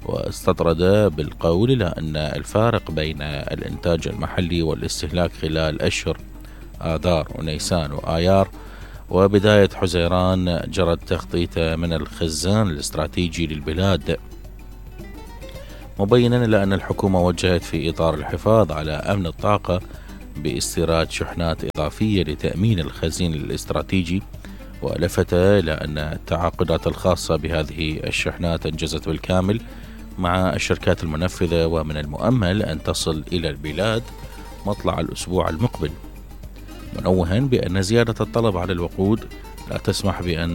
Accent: Basra, Basra Governorate, Iraq; عندنا بالبصرة

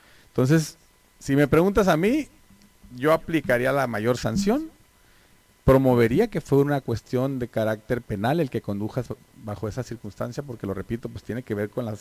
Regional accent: Tijuana, Baja California, Mexico; yo soy de Tijuana, mi familia es de Tijuana, como lo decía, yo voy a perecer aquí, esperemos en esta ciudad

